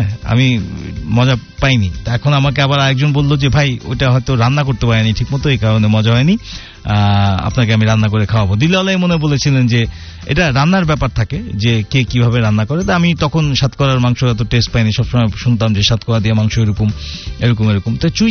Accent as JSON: {"language": "Bangla", "town": "Dhaka", "region": "Dhaka Division", "country": "Bangladesh", "tie": "born there", "said": "আমার জন্ম হয়েছিল চামিলিবাগে। হ্যাঁ, মালিবাগের পর সিআইডি অফিসের পাশ দিয়ে যে চামিলিবাগ"}